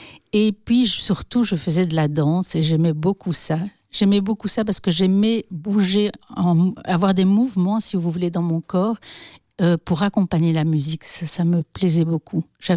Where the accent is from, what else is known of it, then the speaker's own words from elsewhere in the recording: Tournai, Wallonia, Belgium; Non, non, je suis originaire de Tournai.